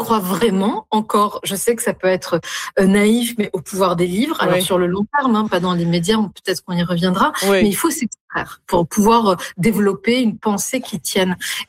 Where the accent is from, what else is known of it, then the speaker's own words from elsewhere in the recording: Tunis, Tunis Governorate, Tunisia; born there; Moi, je suis tunisienne. Je suis née à Tunis, j'ai grandi